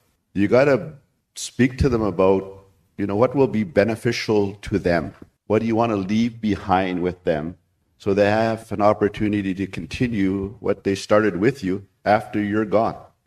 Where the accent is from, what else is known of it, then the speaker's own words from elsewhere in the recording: Délı̨nę, Northwest Territories, Canada; I'm from Delaney, birthplace of hockey, world record lake trout, you know, largest freshwater lake within Canadian borders. Proud of the community. I've always been proud of there. I grew up there.